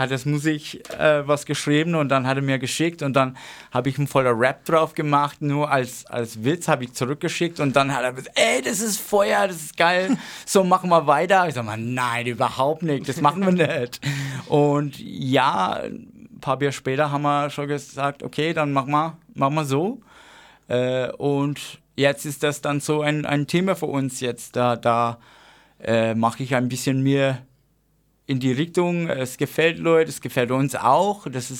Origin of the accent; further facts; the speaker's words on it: Australia; German is a second language; moved away; Und ja, ich bin Australier